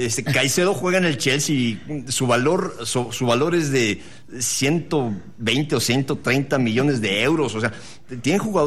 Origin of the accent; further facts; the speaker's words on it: Mexico; hablando como mexicano